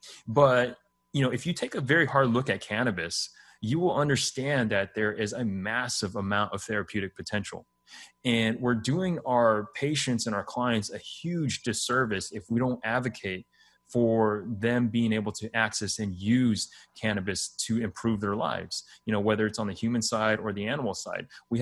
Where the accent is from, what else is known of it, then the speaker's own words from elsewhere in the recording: Texas, United States; because I was born and raised in Texas. And so, you know, cannabis has, you know, been heavily stigmatized in Texas.